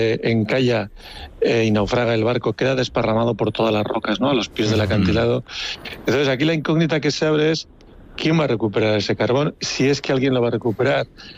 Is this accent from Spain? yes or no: yes; Leioa, Basque Country, Spain; y siendo yo como soy de Leioa